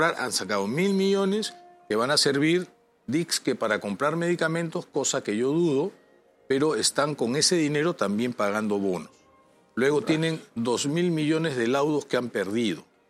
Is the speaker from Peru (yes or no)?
yes; Peru; pues, y somos peruanos, ¿no? Cuando hay fútbol y la selección peruana juega, todos nos ponemos una camiseta, ¿no?